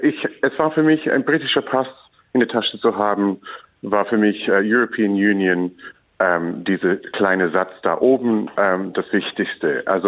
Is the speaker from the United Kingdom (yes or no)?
yes; England, United Kingdom; moved away as an adult; now in Germany; meine Identität ist nicht als Engländer, es ist als EU-Bürger.